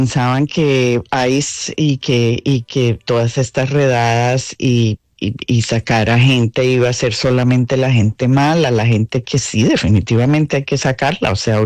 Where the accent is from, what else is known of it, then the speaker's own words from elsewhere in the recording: Colombia; Y nosotros como comunidad latina y especialmente los colombianos, pues nos unimos muchísimo a eso de que necesitamos tener esas voces.